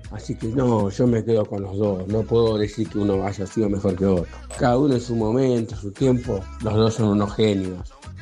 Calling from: Quilmes, Buenos Aires Province, Argentina; Hola, Dani. … Soy de Quilmes.

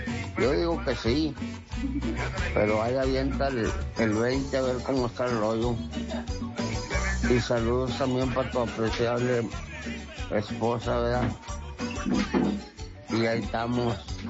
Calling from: Mexico; yo soy mexicano hasta las canchas

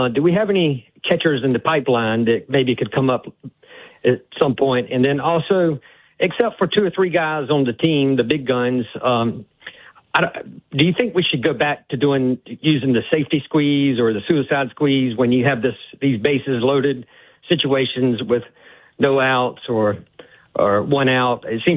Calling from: Charleston, South Carolina, United States; I'm calling in from Charleston, South Carolina.

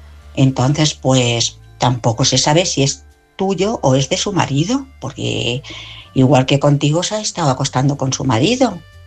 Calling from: Madrid, Community of Madrid, Spain; Hola, buenas noches. … de Madrid.

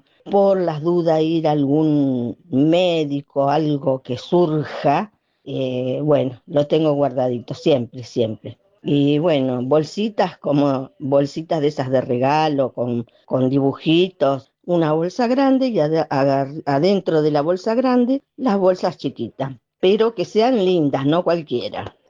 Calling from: Moreno, Buenos Aires Province, Argentina; de Moreno

